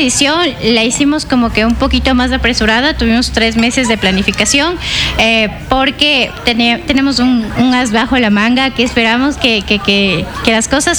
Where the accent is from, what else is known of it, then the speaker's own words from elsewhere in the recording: Ecuador; nosotros como latinos, como ecuatorianos